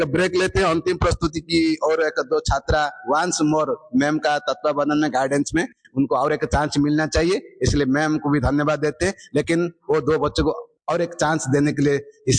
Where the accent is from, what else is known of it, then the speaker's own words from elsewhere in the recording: Sirohi district, Rajasthan, India; born there; जहां और खासकर राजस्थान के सिरोही जिला में हम सब रहते हैं